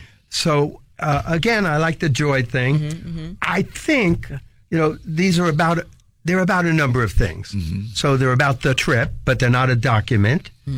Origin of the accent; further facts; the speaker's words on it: New York City, New York, United States; Ever since I was very young, growing up in Brooklyn, New York, with no real experience of Asia, I was fascinated by Asia, by Japan, by China.